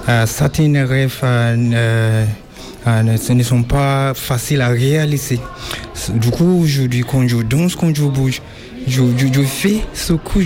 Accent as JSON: {"language": "French", "country": "Nigeria", "second_language": "French", "moved": "as an adult", "lives_now": "Amiens, France", "said": "je viens du Nigeria, je suis arrivé en France depuis le 19 décembre 2022."}